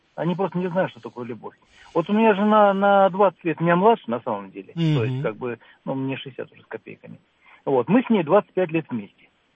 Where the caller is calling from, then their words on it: Moscow, Russia; из Москвы.